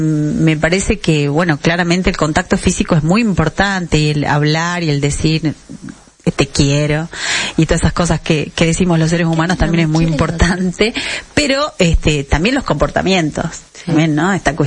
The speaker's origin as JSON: {"language": "Spanish", "town": "Animaná", "region": "Salta", "country": "Argentina", "said": "yo soy de Animaná"}